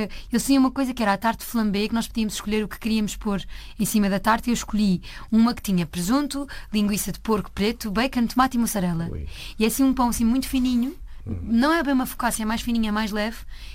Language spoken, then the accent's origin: Portuguese; Azeitão, Setúbal, Portugal; born or raised there; moved away as an adult